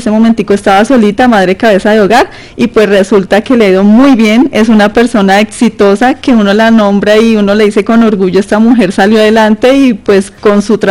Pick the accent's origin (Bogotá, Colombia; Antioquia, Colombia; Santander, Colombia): Bogotá, Colombia; soy productora y soy de Usaquén.